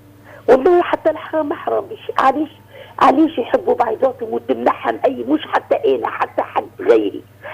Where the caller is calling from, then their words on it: Sfax, Sfax Governorate, Tunisia; انا من صفاقس